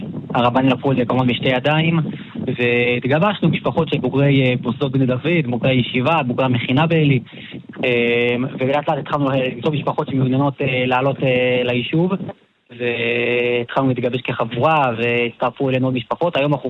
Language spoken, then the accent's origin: Hebrew; Jerusalem, Jerusalem District, Israel; also born or lived in Eli; now in Ganim; אני היום מגיע מאלי, במקור עם ירושלים, עכשיו מגיע מאלי